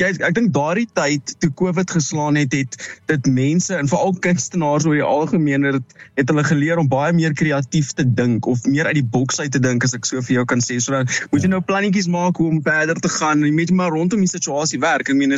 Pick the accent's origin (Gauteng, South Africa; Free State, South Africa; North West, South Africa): Gauteng, South Africa; Boksburg; ek is hier gebore, ek is hier in Boksburg gebore, ook so van kleins af as ek al hier so, was het nooit geëmigreer of getrek of jy weet wat ook al nie, het was van vroeger jare as ek nou hier so, hierdie kant in die Oosrand.